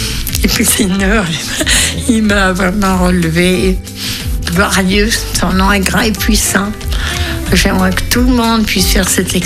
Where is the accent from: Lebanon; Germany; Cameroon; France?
Germany; moved away; C'était comme elle savait l'allemand, je suis allemand.